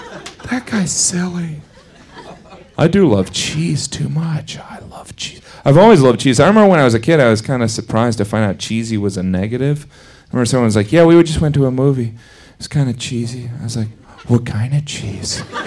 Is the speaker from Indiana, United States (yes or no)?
yes; Indiana, United States; born or raised there